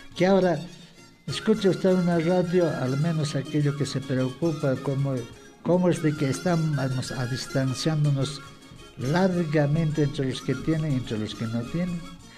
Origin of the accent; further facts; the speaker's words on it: Cusco, Peru; soy patrimonio cultural vivo de la región del Cusco